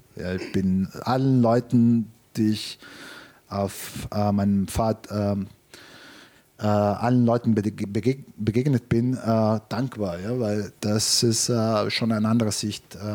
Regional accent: Italy; German is a second language; moved away; Aber ich bin Italiener, io sono stato in Italien.

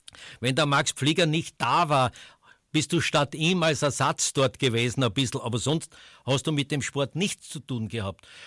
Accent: Styria, Austria

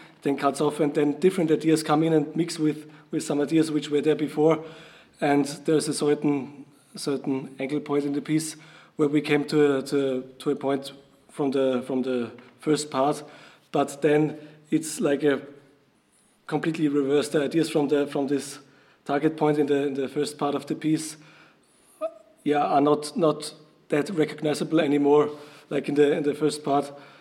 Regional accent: Salzburg, Austria; I come from Salzburg.

